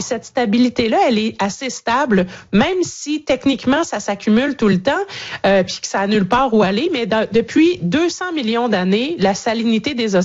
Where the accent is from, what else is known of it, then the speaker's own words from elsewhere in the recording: Canada; Chez nous, au Canada